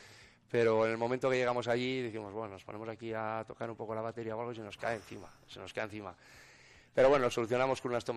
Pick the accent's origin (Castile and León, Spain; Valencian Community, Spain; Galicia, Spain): Castile and León, Spain; Duruelo de la Sierra; todos los componentes nos hemos criado en pueblos. Yo soy de Duruelo